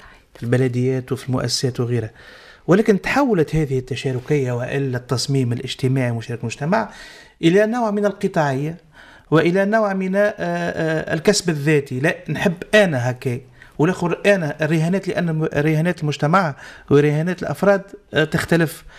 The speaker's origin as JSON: {"language": "Arabic", "country": "Tunisia", "said": "عندنا في تونس"}